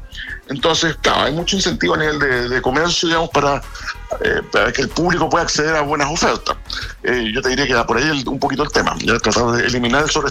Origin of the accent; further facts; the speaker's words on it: Santiago, Santiago Metropolitan Region, Chile; Yo soy santiaguino y me encanta valorizar la importancia del Valle del Maipo, ¿no es cierto? Este río que cruza nuestra ciudad es un valle emblemático